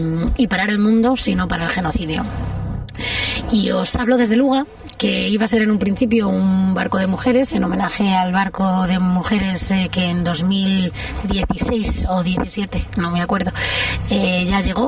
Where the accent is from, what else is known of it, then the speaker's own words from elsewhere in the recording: Madrid, Community of Madrid, Spain; now in Mallorca, Spain; madrileña, ahora mismo viviendo en Mallorca